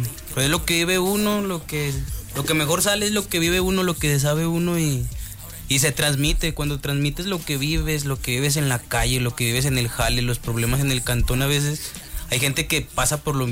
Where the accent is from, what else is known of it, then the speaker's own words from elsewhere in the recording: Aguascalientes, Mexico; Sí, güey, de aquí merito de Aguas, de la capital. Y somos del Rodolfo, del lado oriente de la ciudad.